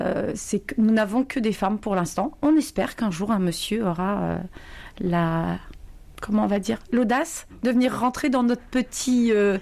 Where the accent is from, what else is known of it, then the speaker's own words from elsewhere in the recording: Nantes, Pays de la Loire, France; now in La Rochelle, France; Non, à la base, je suis nantaise.